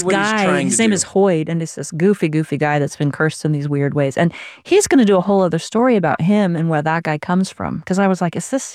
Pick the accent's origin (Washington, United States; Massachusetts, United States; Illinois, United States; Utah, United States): Utah, United States; They wanted to know if I knew him because I'm from Utah. I'm from where Brandon Sanderson is from.